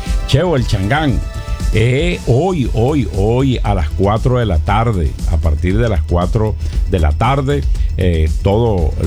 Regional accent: Brazil; Yo voy a verlo porque yo soy de Brasil.

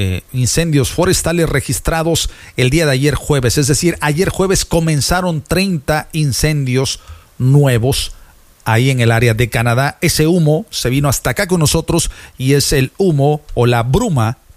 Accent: Veracruz, Mexico; soy de oro, soy jarocho.

